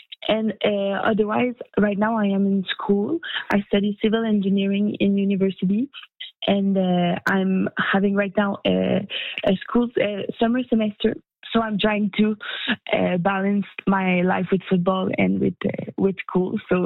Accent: Sherbrooke, Quebec, Canada; I went back to my hometown for university because they have a very good civil engineering program here. And I came back to live with my family.

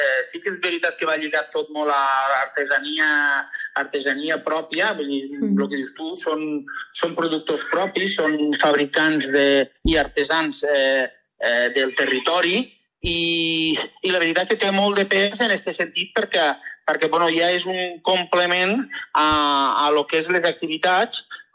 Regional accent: Rosell, Valencian Community, Spain; vam considerar que Rosell era un bon lloc, perquè nosaltres som de Rosell, per fer una miqueta de territori i de pertenència

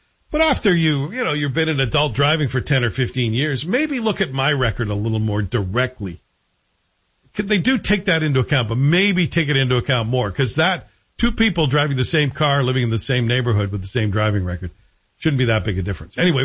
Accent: Toronto, Ontario, Canada; moved away as an adult; now in Ottawa, Canada; Toronto's my hometown

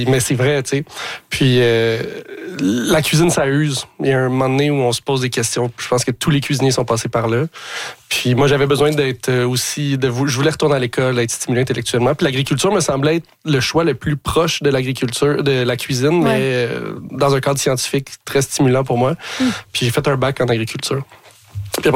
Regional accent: Montreal, Quebec, Canada; je suis pas du tout quelqu'un de la campagne. J'ai grandi à Ville-Saint-Laurent, Montréal.

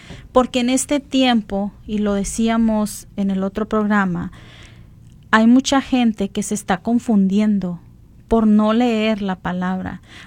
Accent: Mexico; como mexicanos sí somos muy dados a usar esa frase.

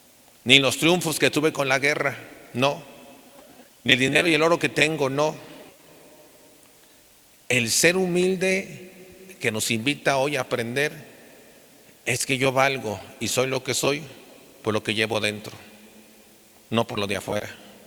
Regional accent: Mexico; Que el pueblo mexicano valgamos con lo que tenemos dentro.

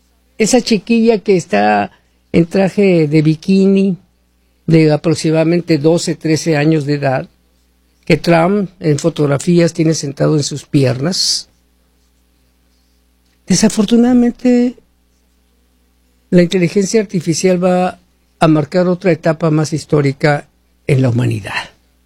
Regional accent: El Salvador; Somos de El Salvador.

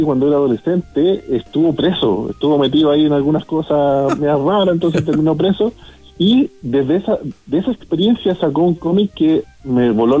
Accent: Los Andes, Valparaíso, Chile; Sí, soy de los Andes, sí, justamente.

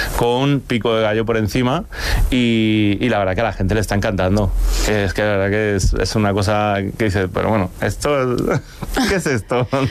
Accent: Murcia, Region of Murcia, Spain; yo soy de Murcia y bueno, vivimos aquí y obviamente Murcia es Mediterráneo, ¿no? Al final el Mediterráneo es muy extenso, ¿no? Pero vivimos aquí y de aquí es de donde nos nutrimos.

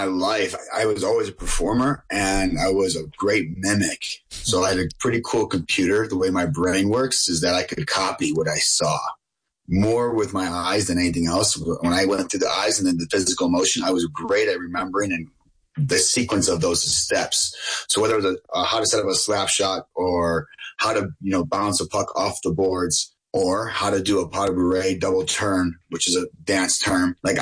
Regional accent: Buffalo, New York, United States; born or raised there

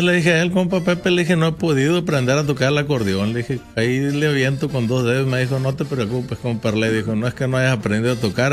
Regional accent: Culiacán, Sinaloa, Mexico; Culiacán, Sinaloa.

